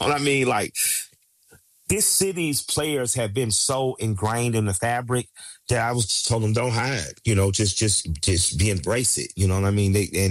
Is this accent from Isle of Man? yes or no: no; the South, United States; And I grew up in the South. My grandparents were from Eatonton, Georgia, and Tuskegee.